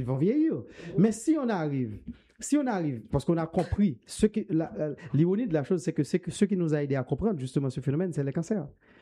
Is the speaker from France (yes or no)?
no; Haiti; Je donne un exemple. Moi, je suis d'Haïti. Et une maison de 500 000 $ en Haïti, c'est une maison extraordinaire.